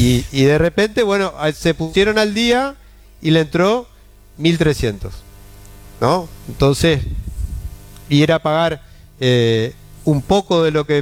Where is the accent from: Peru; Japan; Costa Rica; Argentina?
Argentina; Yo soy argentino